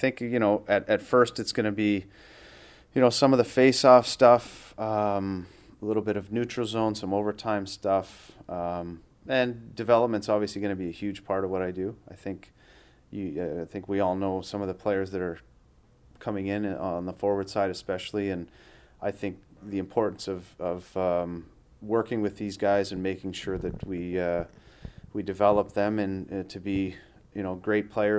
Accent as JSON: {"language": "English", "region": "Saskatchewan", "country": "Canada", "tie": "born or raised there", "lives_now": "San Jose, United States", "said": "Well, we were close to Calgary, you know, I think it's 6 hours each way from between Winnipeg"}